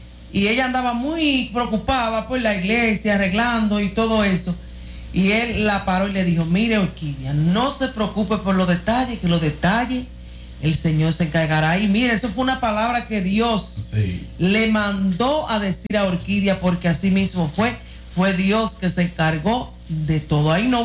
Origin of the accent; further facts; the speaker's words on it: Santiago de los Caballeros, Santiago, Dominican Republic; si estamos en Santiago, si somos santiagueros aquí?